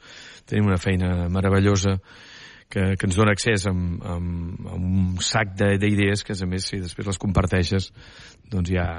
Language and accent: Catalan; Vilaseca, Catalonia, Spain; Andreu Faro, dibuixant de còmic del meu poble, de Vilaseca.